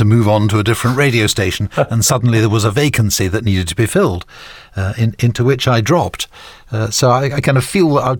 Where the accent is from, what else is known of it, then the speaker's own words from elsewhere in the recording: London, United Kingdom; born there; also born or lived in Lawrence, Kansas; I was born in South London in 1960. We lived in South London for the first couple of years of my life.